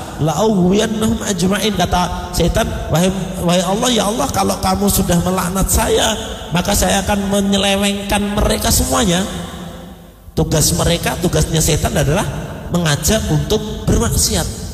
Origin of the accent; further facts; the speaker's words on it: Central Java, Indonesia; kami kan orang Bekonang ya.